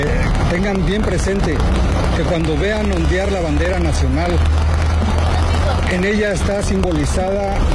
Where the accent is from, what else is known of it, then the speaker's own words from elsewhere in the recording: Mexico; nuestra cultura, nuestras raíces, nuestros valores como mexicanos